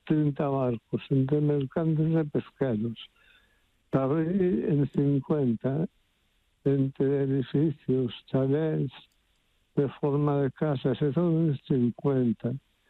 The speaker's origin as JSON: {"language": "Galician", "town": "Taragoña", "region": "Galicia", "country": "Spain", "tie": "born there", "lives_now": "Ribeira, Spain", "said": "Ribeira, Ribeira, pero non son de Ribeira."}